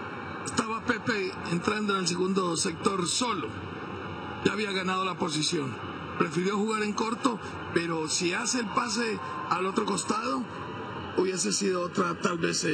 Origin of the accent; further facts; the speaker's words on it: Medellín, Antioquia, Colombia; born there; moved away; yo soy colombiano, nacido en la ciudad de Medellín.